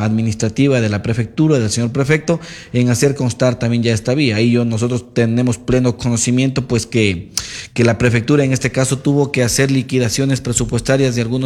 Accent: San Pedro de Vilcabamba, Loja, Ecuador; también nos beneficiamos quienes somos de San Pedro, de Vilcabamba, de Yangana y Quinara

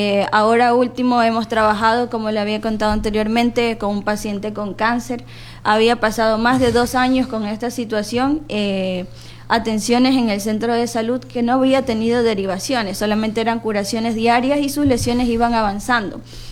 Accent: Machala, El Oro, Ecuador; moved away as an adult; now in El Guabo, Ecuador; Yo soy nativa de la ciudad de Machala, ¿ya? Pero tengo años trabajando en el sector rural específicamente, en el Cantón El Guabo desde el 2010.

